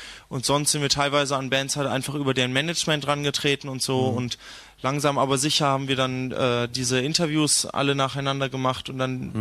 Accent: Berlin, Germany; als Berliner

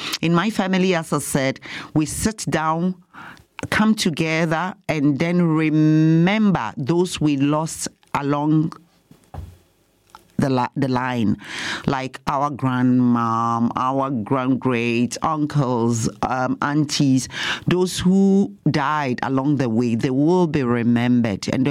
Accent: Ghana; For us in Ghana, I come from Ghana, so I can specifically talk about Easter in Ghana.

